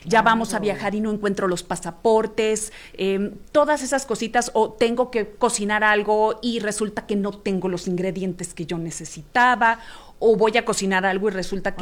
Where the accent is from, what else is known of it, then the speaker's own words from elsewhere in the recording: Sonora, Mexico; Sonorense.